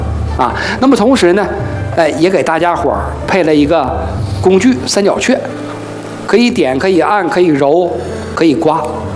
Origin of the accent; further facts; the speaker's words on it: China; 所以我们中国人治病，中医治病啊，主要是通过这七种。